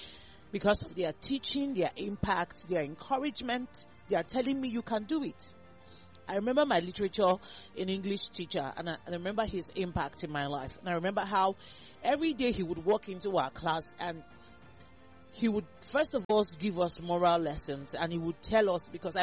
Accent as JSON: {"language": "English", "country": "Nigeria", "said": "as a Nigerian"}